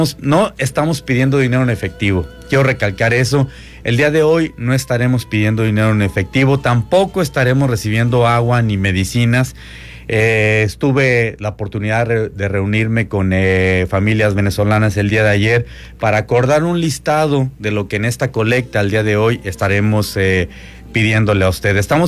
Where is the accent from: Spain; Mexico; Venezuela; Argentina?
Mexico; now in Bryan/College Station, United States; particularmente usted y yo, mexicano